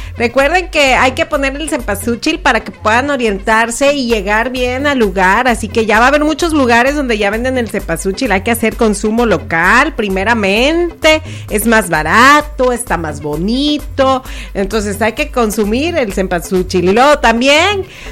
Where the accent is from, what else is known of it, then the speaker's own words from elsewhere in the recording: Mexico; Así somos los mexicanos